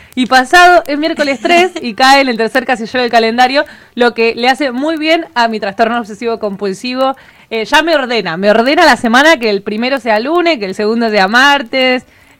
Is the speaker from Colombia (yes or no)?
no; Mendoza, Argentina; now in Santa Cruz, Argentina; Yo soy mendocina y santacruceña.